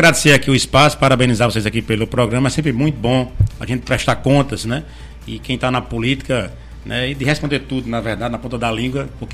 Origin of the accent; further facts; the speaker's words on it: Caicó, Rio Grande do Norte, Brazil; now in Natal, Brazil; É, eu sou natalense. Eu sou caicoense, sou natalense, já sendo natalense, um título que eu fui recebi na Câmara Municipal de Natal.